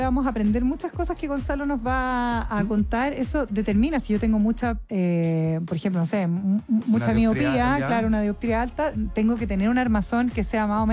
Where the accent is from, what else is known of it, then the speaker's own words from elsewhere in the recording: Chile; somos los chilenos